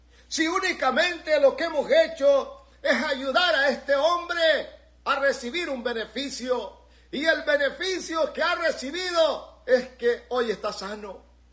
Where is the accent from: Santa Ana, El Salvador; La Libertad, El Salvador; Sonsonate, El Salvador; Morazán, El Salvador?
Morazán, El Salvador; San Carlos; moved away; Yo soy originario de Morazán, de un pueblecito muy lindo llamado San Carlos.